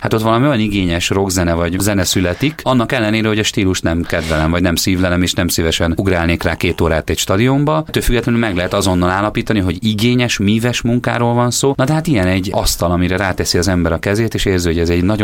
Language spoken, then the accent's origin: Hungarian; Biatorbágy, Pest, Hungary; born or raised there